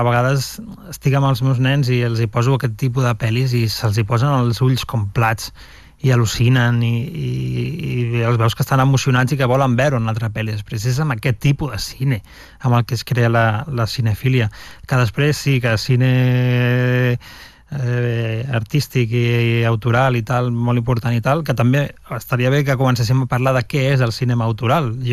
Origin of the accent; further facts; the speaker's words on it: L'Hospitalet de Llobregat, Catalonia, Spain; also born or lived in Barcelona; Jo vaig néixer a la Clínica Sant, sí, Jordi de Barcelona, i vaig anar a viure a l'Hospitalet, que és on vaig créixer